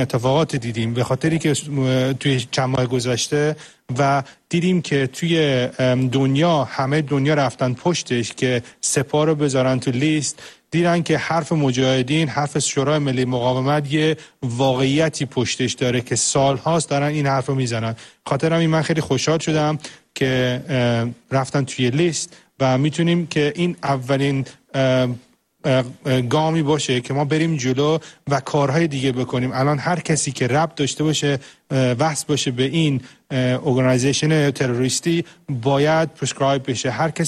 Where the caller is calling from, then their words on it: England, United Kingdom; وقتی که میفهمیدن از انگلیس میام،